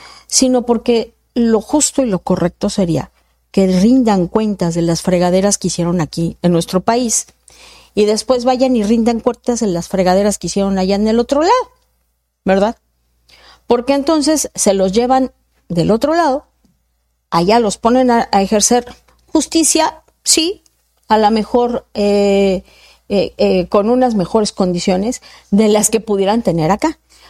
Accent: Mexico; Y que coincidiría como mexicana

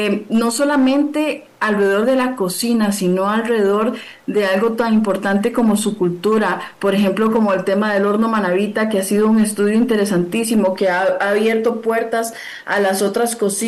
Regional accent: Costa Rica; Yo soy investigadora gastronómica y no soy de Ecuador, soy de Costa Rica.

